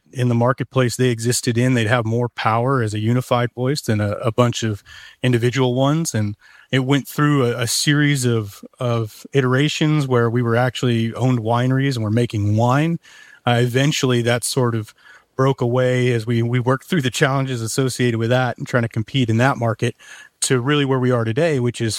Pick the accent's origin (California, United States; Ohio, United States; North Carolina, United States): California, United States; as a Californian, you got to read Steinbeck.